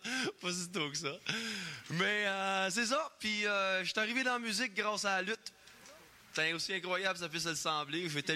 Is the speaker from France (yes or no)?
no; Moncton, New Brunswick, Canada; chanteur. Je viens de Moncton, au Nouveau-Brunswick. Je suis un mélange d'Acadien puis de Saguenayen. … … Puis on a du Saguenay dans le derrière.